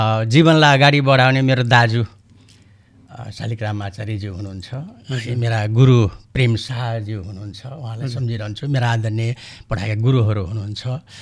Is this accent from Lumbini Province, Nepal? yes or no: yes; Ghorahi, Lumbini Province, Nepal; moved away as an adult; now in Banke, Nepal; मेरो जन्म चाहिँ दाङ, अहिले हाल घोराई उपमहानगरपालिका वडा नम्बर 12 हापुर भन्ने ठाउँमा मेरो जन्म भएको हो 2023 सालमा। र बाल्य जीवन पनि त्यहीँ बित्यो, शिक्षा दीक्षा पनि त्यहीँ बित्यो